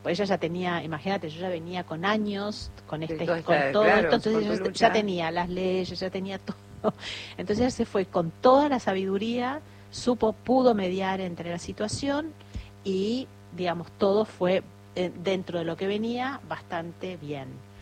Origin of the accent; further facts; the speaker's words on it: Buenos Aires, Argentina; born there; Yo nací en Capital